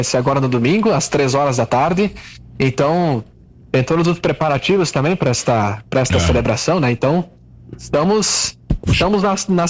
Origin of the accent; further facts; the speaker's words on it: Bento Gonçalves, Rio Grande do Sul, Brazil; eu serei ordenado padre lá em Bento Gonçalves, na minha cidade natal, né?